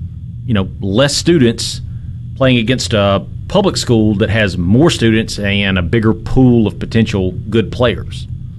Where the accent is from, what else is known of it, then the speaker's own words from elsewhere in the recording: Mississippi, United States; where I'm from North Mississippi